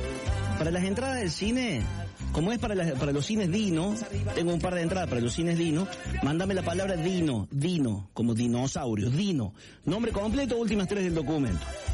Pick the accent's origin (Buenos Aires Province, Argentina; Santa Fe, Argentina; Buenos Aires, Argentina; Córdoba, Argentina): Santa Fe, Argentina; Sunchales; te escuchamos todas las noches, somos de Sunchales, gracias